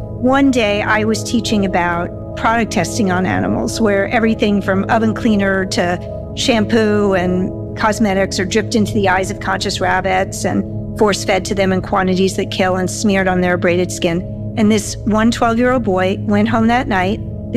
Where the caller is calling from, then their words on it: Surry, Maine, United States; I am calling from Surrey, Maine, which is pretty near Acadia National Park in the United States.